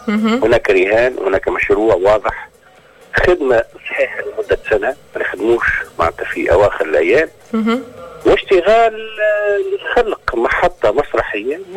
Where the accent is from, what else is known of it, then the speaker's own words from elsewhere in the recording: Jemna, Kebili Governorate, Tunisia; جمنة هذه قرية موجودة بحث القلعة مش بعيدة، بين قبيلي ودوز 11 كيلومتر وهي مسقط رأسي … معروف يعني على مستوى الولايات كل.